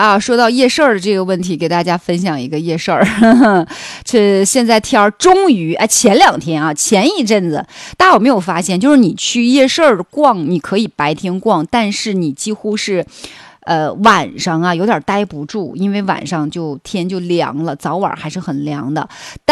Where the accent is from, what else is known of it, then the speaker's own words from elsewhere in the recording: Northeast China, China; 也是让我们东北人很自豪的一件事情